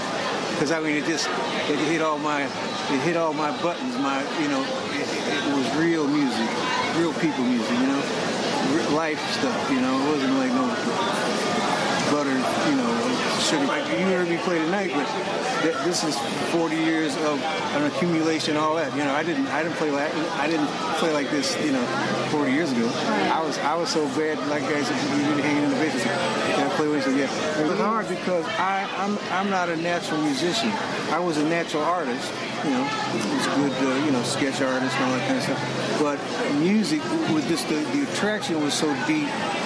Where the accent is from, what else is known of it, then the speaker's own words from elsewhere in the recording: Chicago, Illinois, United States; also born or lived in Indianapolis; I'm from the Midwest. I was born in Indianapolis, grew up around Chicago